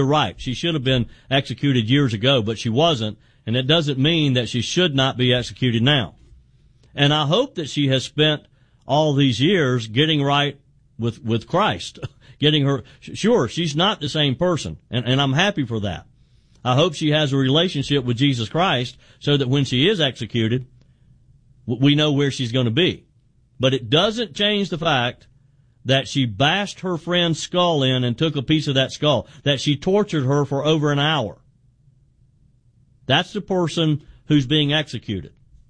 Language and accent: English; South Carolina, United States; Pat is in my home state of South Carolina.